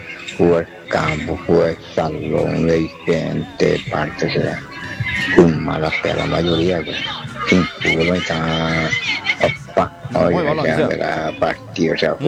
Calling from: Ciudad del Este, Alto Paraná, Paraguay; yo soy en Ciudad del Este.

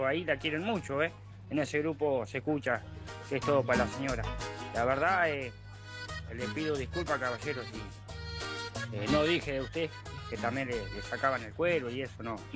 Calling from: Magdalena, Buenos Aires Province, Argentina; acá de Magdalena.

